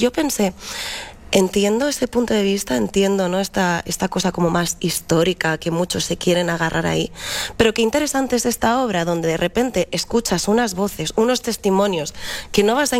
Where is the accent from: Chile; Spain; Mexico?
Spain; Yo sí me considero española y me considero filipina.